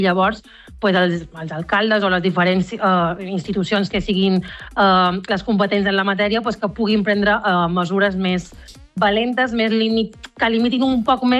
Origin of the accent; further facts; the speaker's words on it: Palma, Balearic Islands, Spain; jo que vinc de les Illes Balears, de Palma